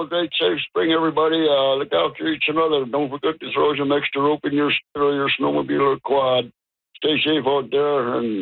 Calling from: Ulukhaktok, Northwest Territories, Canada; I'm from Ulukakto.

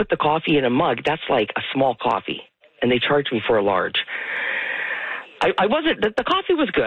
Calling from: Edmonton, Alberta, Canada; Edmonton.

